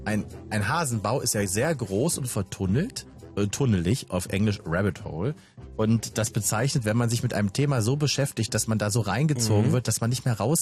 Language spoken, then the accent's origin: German; Germany; also born or lived in Berlin / Magdeburg; Für mich als Berliner Magdeburger